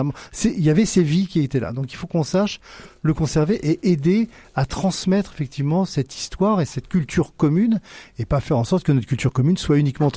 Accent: Rouen, Normandy, France; born there; moved away as an adult; je suis né à Rouen. Alors voilà, on ne peut pas me reprocher, on ne peut pas être... je suis local, hein, vraiment. Mais par contre, j'ai fait une grande partie de mes études et ma carrière professionnelle ailleurs qu'en Normandie.

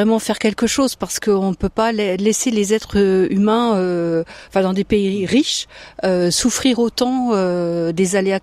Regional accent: Mortagne-au-Perche, Normandy, France; moi, je suis originaire de Mortagne-au-Perche.

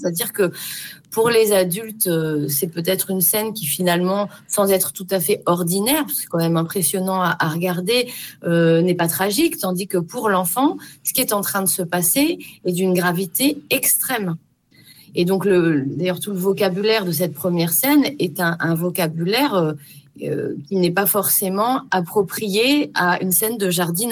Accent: Grasse, Provence-Alpes-Côte d'Azur, France; Je suis originaire de Grasse

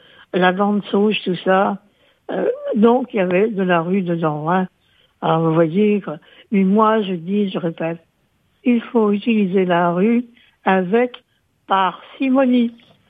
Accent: Corsica, France; chez nous, en Corse

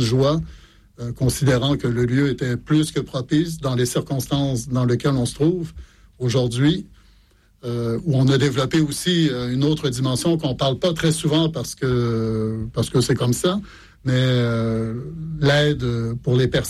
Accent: Montreal, Quebec, Canada; moved away as an adult; now in France; 2001 de quitter le Québec où j'étais en pastoral jeunesse dans l'archidiocèse de Montréal.

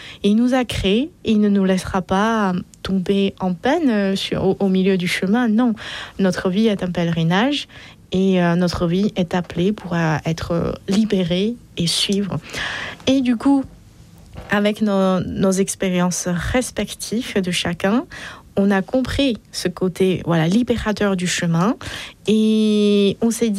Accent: China; nous sommes tous des Chinois, chrétiens, et que on a ce feu d'évangélisation

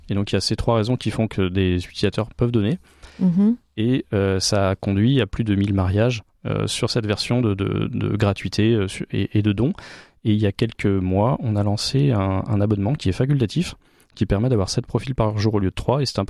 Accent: Brittany, France; Je suis breton, de la famille de Carnac, comme

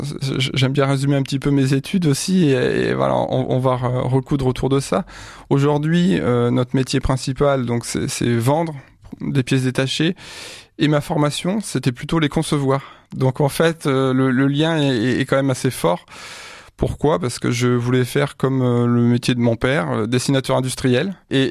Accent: Chavagnes-les-Redoux, Pays de la Loire, France; Je suis originaire de Chavagnes-l'Herdoux, autour de Pouzauges, donc en Vendée, dans le bocage vendéen.

